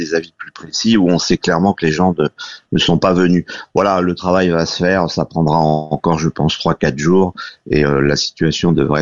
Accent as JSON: {"language": "French", "country": "France", "said": "à la base, je suis français, pas musulman"}